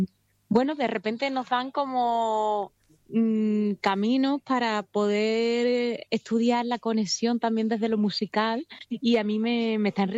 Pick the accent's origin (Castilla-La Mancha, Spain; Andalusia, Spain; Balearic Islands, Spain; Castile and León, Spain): Andalusia, Spain; Huelva; vínculo con Huelva, con mi tierra